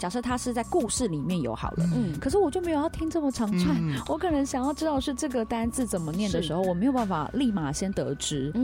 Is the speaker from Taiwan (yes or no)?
yes; Taiwan; born there; 尤其因为我们是在都市长大的，然后小时候我那个年代是不太愿意承认我们的身份